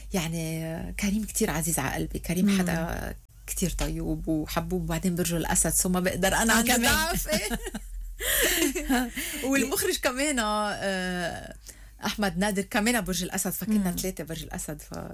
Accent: Lebanon; انا لبنانيه

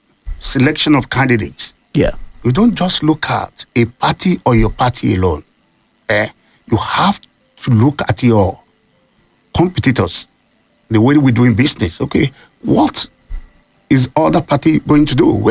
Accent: Oyo, Nigeria; I'm also outside Ibadan. Yes. I'm from Ibora.

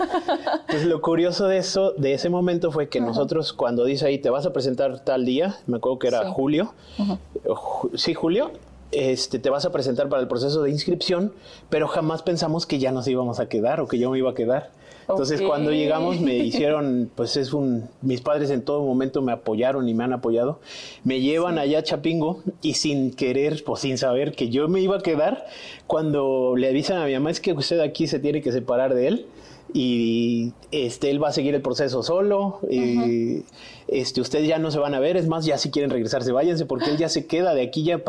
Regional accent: Xalapa, Veracruz, Mexico; Yo soy de aquí de Jalapa, aunque mi papá o mi familia es de... Mi papá sobre todo es de Cosamaloapan, de la cuenca del Papaloapan. Pero todo el tiempo he estado viviendo y radicando aquí en la ciudad.

